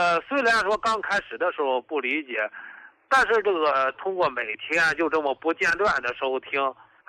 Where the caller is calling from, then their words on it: Tianjin, China; 我是天津的